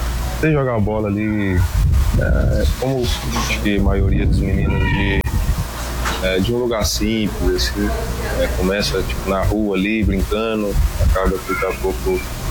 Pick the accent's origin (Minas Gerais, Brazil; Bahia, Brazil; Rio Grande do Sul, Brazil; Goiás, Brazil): Minas Gerais, Brazil; Visconde do Rio Branco; moved away; saí de Minas Gerais, né, lá do interior de Minas, Visconde do Rio Branco, mais próximo ali de Juiz de Fora